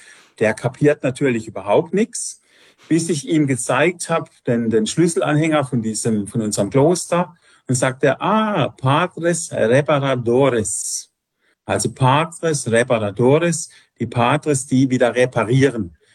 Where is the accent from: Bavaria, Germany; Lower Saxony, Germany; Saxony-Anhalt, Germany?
Bavaria, Germany; Ich bin aus Bayern, ich hoffe, das hört man. Und ich lebe hier in dieser Pfarrei seit 40 Jahren.